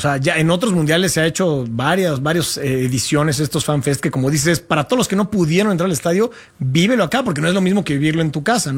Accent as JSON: {"language": "Spanish", "country": "Mexico", "said": "claro, pues que somos a todo dar los mexic"}